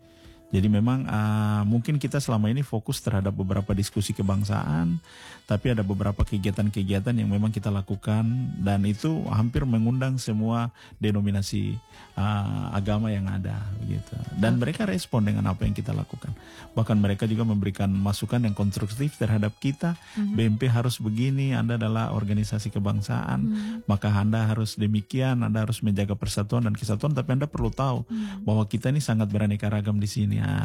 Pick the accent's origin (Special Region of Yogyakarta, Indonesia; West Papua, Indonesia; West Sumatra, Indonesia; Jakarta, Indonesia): West Papua, Indonesia; Fakfak; Jadi kebetulan kami dari Fakfak kan dari selatan juga Fakfak. Kita sudah terbiasa dengan satu batu tiga tungku dan lain sebagainya, dan itu menjadi kekayaan kita sebenarnya untuk hari ini, ya.